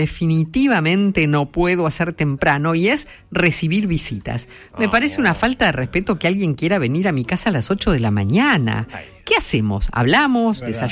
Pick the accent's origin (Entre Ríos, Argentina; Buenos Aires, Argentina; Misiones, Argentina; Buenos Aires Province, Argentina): Misiones, Argentina; Posadas; Hola, encendido … de Posadas.